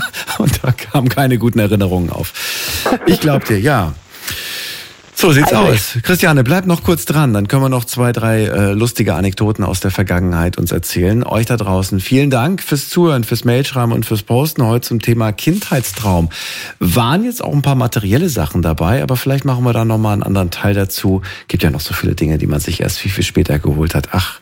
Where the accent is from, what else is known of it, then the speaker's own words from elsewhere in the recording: Hesse, Germany; Ja, du, ich bin Hesse, das ist ja da der Ursprung der Strubbelpeter-Geschichte, natürlich.